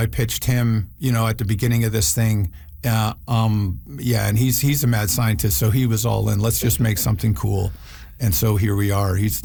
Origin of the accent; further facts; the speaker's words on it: Canada; that strange mix of politeness and sort of casual violence, which is such a funny, weird part of being Canadian.